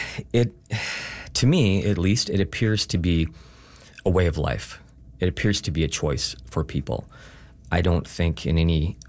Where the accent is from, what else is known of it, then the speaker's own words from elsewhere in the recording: Canada; I think when you live here, you, as a Canadian, you have certain beliefs and values